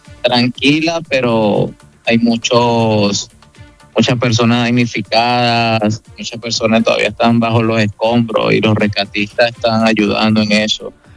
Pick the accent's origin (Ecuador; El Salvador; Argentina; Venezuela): Venezuela; Maracay, Aragua; Soy de Maracay, estado de Aragua, de aquí Venezuela.